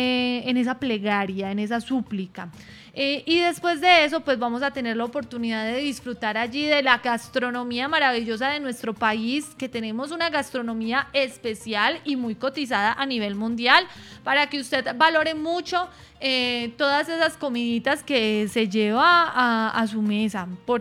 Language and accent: Spanish; Colombia; somos colombianos y que vivimos en un país tan hermoso, tan rico como lo es Colombia.